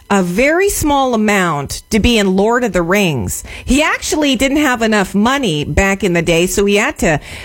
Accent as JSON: {"language": "English", "town": "Edmonton", "region": "Alberta", "country": "Canada", "tie": "born or raised there", "said": "growing up in Edmonton"}